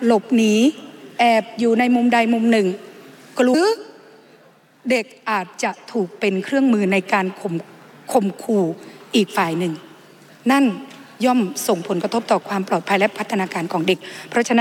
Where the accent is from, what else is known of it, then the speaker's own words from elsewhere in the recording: Tha Tum District, Surin, Thailand; ดิฉันเป็นคนจังหวัดสุรินทร์อยู่อำเภอท่าตูม